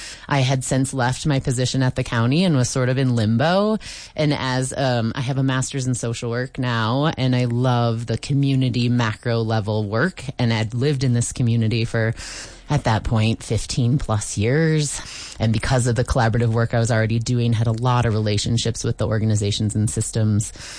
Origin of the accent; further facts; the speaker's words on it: Wisconsin, United States; moved away as an adult; now in Crested Butte, United States; I grew up in Wisconsin, right on the border of Minnesota